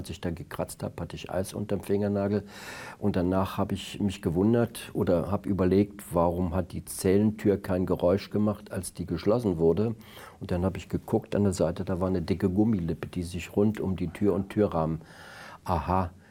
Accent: Brandenburg, Germany; ich bin ja aus Brandenburg, wo ich dann in Strafhaft war

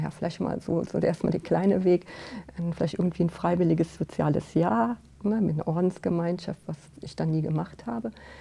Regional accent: Germany; Ich komme aus dem Bistum Trier und bei uns sind halt die Weißen Schwestern sehr stark.

